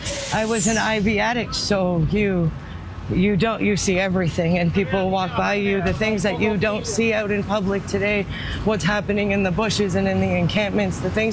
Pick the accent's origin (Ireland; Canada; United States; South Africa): Canada; London, Ontario; And no one knew me out there. I was from London, Ontari